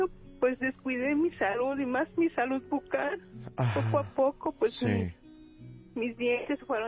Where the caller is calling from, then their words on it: Texcoco, State of Mexico, Mexico; De Texcoco, Estado de México.